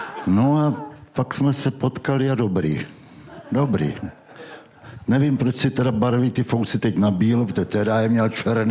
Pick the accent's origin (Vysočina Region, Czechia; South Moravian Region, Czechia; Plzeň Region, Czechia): Vysočina Region, Czechia; Třebíč; A já tehda jsem přišel z Třebíče, protože to je rodné město, takové rodné maloměsto, a přišel jsem do toho velkého Brna